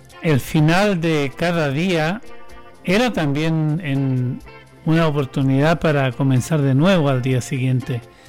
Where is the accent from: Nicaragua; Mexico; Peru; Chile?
Chile; Litueche, O'Higgins; born there; quienes nacimos en Rosario de Solís y que hoy se llama Litueche